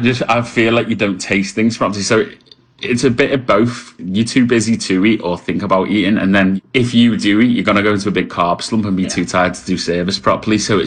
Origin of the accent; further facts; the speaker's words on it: Liverpool, North West England, United Kingdom; now in Manchester, United Kingdom; I'm from Liverpool, but based in Manchester.